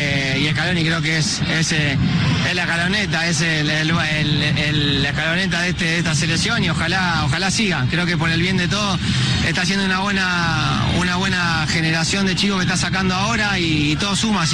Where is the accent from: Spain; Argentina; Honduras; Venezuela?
Argentina; como argentino me gustaría que siga.